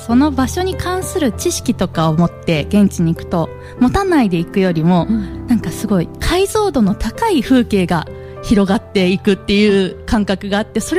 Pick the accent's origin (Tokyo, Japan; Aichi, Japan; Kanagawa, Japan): Tokyo, Japan; 私東京出身なので